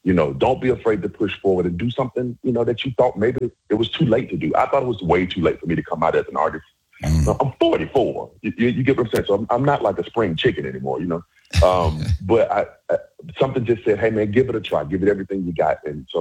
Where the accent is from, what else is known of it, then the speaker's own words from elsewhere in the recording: Alabama, United States; I go, I'm from Alabama. They go, Alabama. They say it that way every time. Alabama.